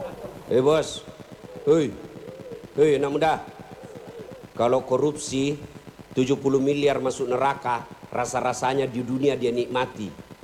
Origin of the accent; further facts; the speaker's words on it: South Sulawesi, Indonesia; Kalau kami orang Bugis tidak takut sama istri.